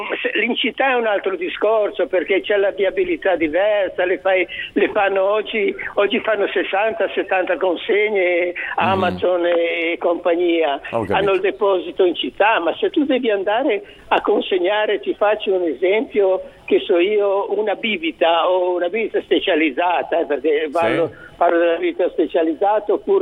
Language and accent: Italian; Cairo Montenotte, Liguria, Italy; born there; io sono nata a Cairo Montenotte